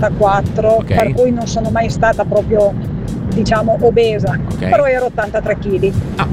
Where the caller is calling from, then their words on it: Cuneo, Piedmont, Italy